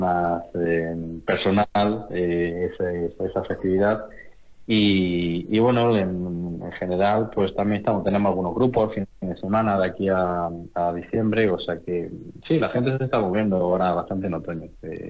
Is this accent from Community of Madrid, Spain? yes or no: no; Galera, Andalusia, Spain; para los que somos de Galera